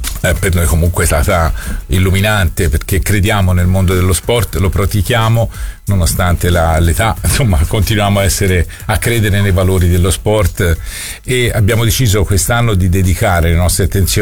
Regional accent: Rosignano Marittimo, Tuscany, Italy; also born or lived in Florence; Io premetto che non sono fiorentino, sono stato adottato da Firenze e amo questa città, la frequento da quando avevo 14 anni, che facevo forca a scuola e venivo da Rosignano a Firenze

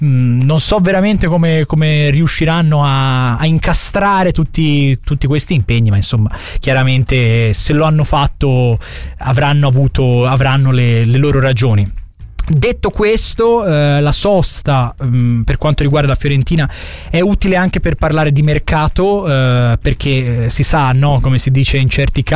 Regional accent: Antella, Tuscany, Italy; Io sono, ormai lo sapete, sono dell'Antella, anche se ormai sono fedele ai colori biancorossi dell'Antellese, non a quelli biancocelesti dell'Antella.

